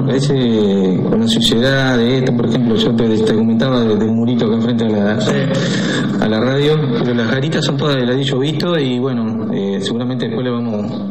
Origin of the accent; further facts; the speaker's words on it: Río Negro, Uruguay; todos somos ciudadanos de Río Negro y todos tenemos que tener la igualdad esa, ¿no? No porque yo vivo en Fredento